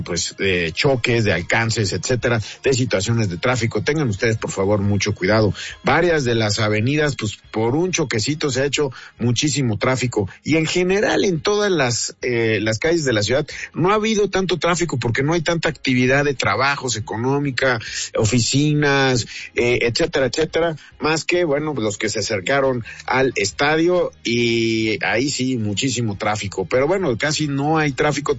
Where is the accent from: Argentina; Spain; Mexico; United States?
Mexico; me di cuenta que no solamente hay que unirnos como mexicanos